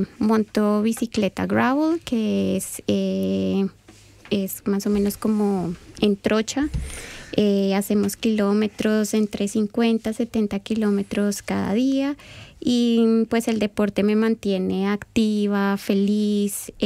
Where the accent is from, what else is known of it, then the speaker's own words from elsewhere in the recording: Colombia; moved away; cuando yo llegué aquí, no había la comunidad tan grande como la hay ahora. De hecho, yo decía, soy colombiana